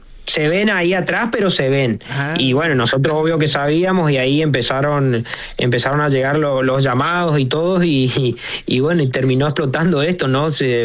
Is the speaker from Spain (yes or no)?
no; Tres Isletas, Chaco, Argentina; now in Miami, United States; Pero soy argentino, exactamente. Y de Chaco. De tres Chaco, isletas.